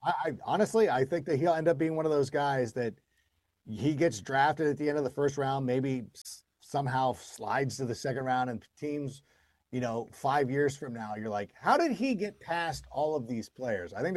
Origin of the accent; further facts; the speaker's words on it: California, United States; Miguel's Jr. is not it's from my hometown. Miguel's Jr., Don Ramon's, anybody in the Southern California area.